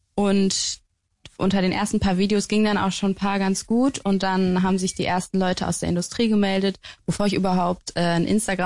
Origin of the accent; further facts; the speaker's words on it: Berlin, Germany; also born or lived in Münster; Ich kann mich an Münster null erinnern. Also ich sehe mich schon als Berliner Kid.